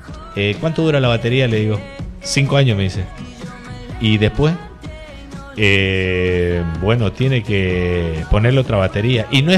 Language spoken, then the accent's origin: Spanish; Santa Cruz, Bolivia; como todo camba curioso, todingo